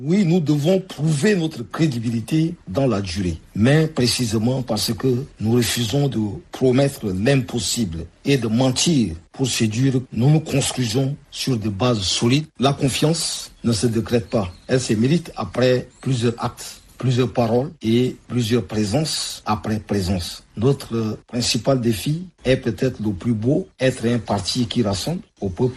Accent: Chad

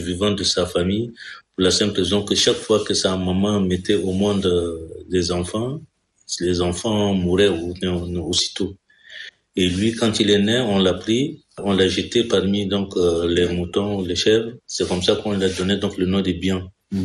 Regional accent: Bongor, Mayo-Kebbi East, Chad; j'ai fait toute mon enfance à Bongo. J'ai pratiquement grandi donc à Bongo. J'ai fait donc mon parcours scolaire également donc à Bongo.

